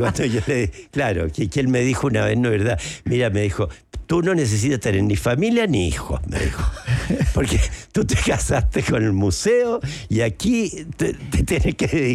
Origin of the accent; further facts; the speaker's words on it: Chile; Todos somos indígenas los chilenos, todos tenemos sangre indígena.